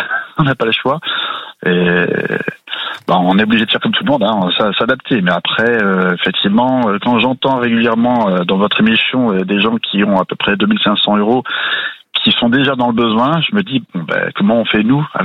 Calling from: Château-Gontier, Pays de la Loire, France; Château-Gontier.

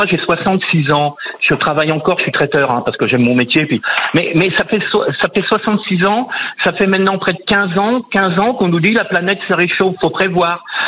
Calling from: Trignac, Pays de la Loire, France; je suis à Trignac.

